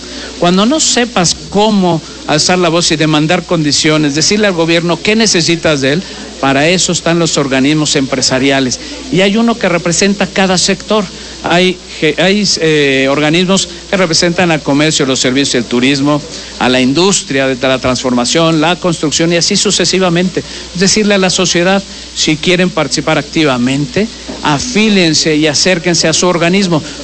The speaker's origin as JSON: {"language": "Spanish", "region": "Puebla", "country": "Mexico", "said": "Simplemente somos poblanos, somos mexicanos"}